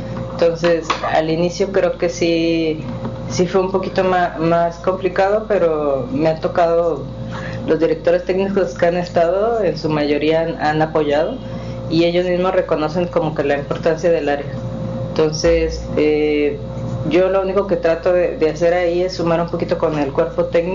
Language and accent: Spanish; Guadalajara, Jalisco, Mexico; Soy de Guadalajara